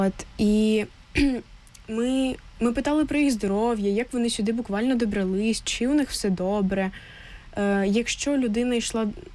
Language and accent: Ukrainian; Sloviansk, Donetsk Oblast, Ukraine; Слов'янськ. Угу. Я зі Слов'янська, так.